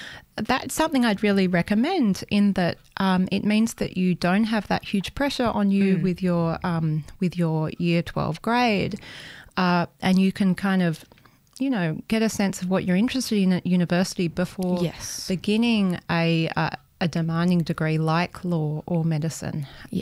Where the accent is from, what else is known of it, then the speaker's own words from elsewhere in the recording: Bellingen, New South Wales, Australia; moved away as an adult; also born or lived in London / Melbourne / United States; now in Canberra, Australia; Growing up in Bellingen, I don't think knew the worth of Bellingen. I was excited to get out of a small town.